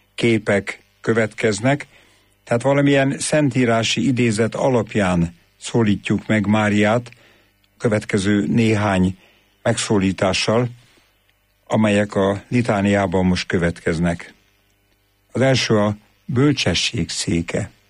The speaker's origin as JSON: {"language": "Hungarian", "region": "Great Hungarian Plain", "country": "Hungary", "said": "és én Alföldről származom"}